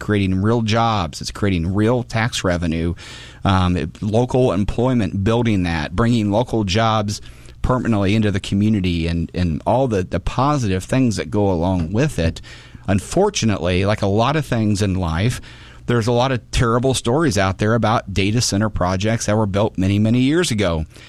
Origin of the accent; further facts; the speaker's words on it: Divernon, Illinois, United States; I grew up in Divernon. My parents both grew up in Springfield on the east and down on the Cabbage Patch.